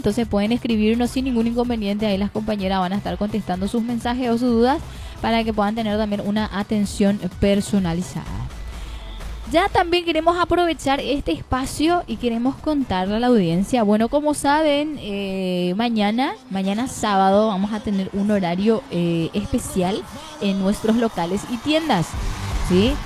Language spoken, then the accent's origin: Spanish; Paraguay; Estamos con esa confianza, por supuesto, y por la fe intacta, sí, como todo paraguayo.